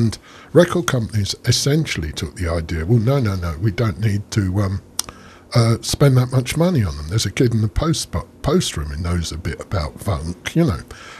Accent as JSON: {"language": "English", "region": "London", "country": "United Kingdom", "tie": "born or raised there", "said": "I grew up in North London, in Hornsey. Went to school in Hornsey, in Crouch End, when before it was gentrified, really."}